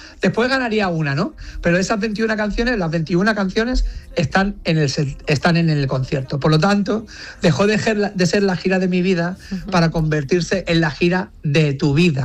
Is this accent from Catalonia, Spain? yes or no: yes; L'Hospitalet de Llobregat, Catalonia, Spain; Soy nacido en Barcelona, soy de Hospitalet, catalán